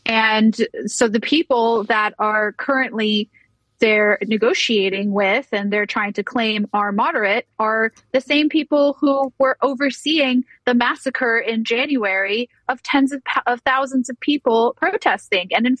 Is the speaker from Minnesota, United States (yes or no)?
no; Atlanta, Georgia, United States; the World Cup is in Atlanta, my hometown.